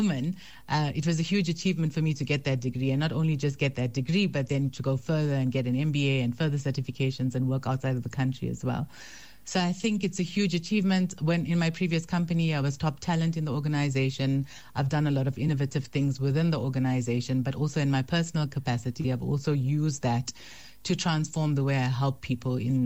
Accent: Durban, KwaZulu-Natal, South Africa; moved away as an adult; now in Johannesburg, South Africa; I grew up in Durban, South Africa. So I think I was there for about 20-something years before I moved to Johannesburg.

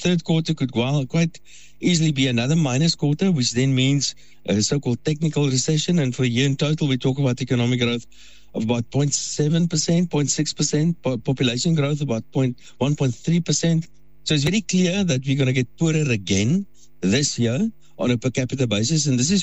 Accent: South Africa

